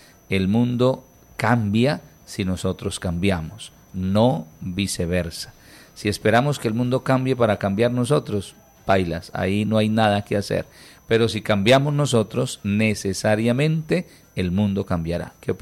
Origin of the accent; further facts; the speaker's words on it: Norte de Santander, Colombia; Así somos los norte santandereanos, orgullosos de nuestros dichos, de nuestros refranes